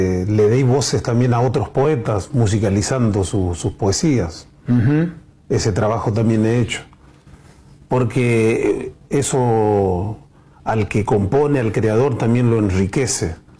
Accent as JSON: {"language": "Spanish", "town": "Concepción", "region": "Corrientes", "country": "Argentina", "said": "Yo soy de Concepción, del Yaguareté Corá. Mi pueblito me eligió embajador cultural"}